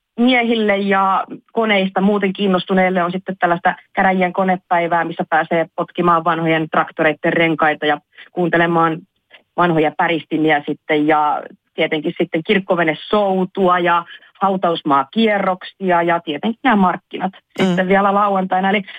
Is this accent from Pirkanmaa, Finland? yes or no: yes; Ruovesi, Pirkanmaa, Finland; meillä Ruovedellä on sitten noitakäräjät.